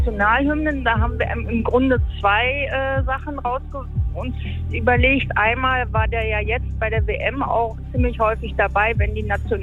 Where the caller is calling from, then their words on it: North Rhine-Westphalia, Germany; Wir sind jetzt aus dem Münsterland von zu Hause unterwegs nach München.